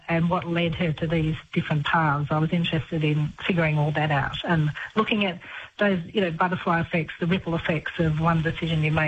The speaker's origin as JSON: {"language": "English", "town": "Bathurst", "region": "New South Wales", "country": "Australia", "tie": "born or raised there", "also_born_or_lived": "Canberra", "said": "Yes, I grew up just outside Bathurst, and we had bushfires around, and I remember Mum and Dad drove us through a bushfire."}